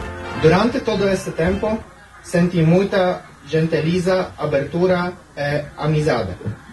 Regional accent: Poland; Portuguese is a second language; Para mim, como polonês

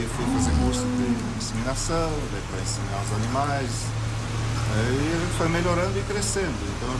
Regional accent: Pinhalzinho, Santa Catarina, Brazil; eu nasci aqui em Pinhalzinho e lembro assim desde criança, quando a minha mãe tinha duas ou três vacas, eu tinha 4, 5, 6 anos

